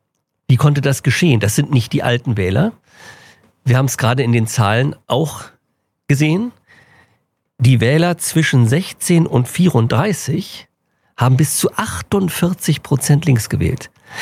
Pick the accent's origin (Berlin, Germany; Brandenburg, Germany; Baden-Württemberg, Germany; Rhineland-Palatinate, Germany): Berlin, Germany; ich bin Berliner von Geburt und habe die meiste Zeit meines Lebens hier verbracht